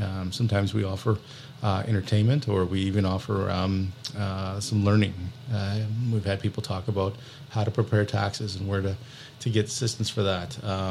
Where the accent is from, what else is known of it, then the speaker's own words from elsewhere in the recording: Whitehorse, Yukon, Canada; my first exposure to friendship centers was when I was a kid, growing up in Whitehorse, Yukon, and going to the Skookum Gym Friendship Center.